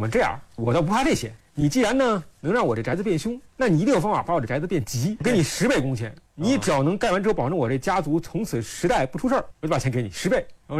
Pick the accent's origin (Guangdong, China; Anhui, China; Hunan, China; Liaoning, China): Liaoning, China; 因为我是辽宁人，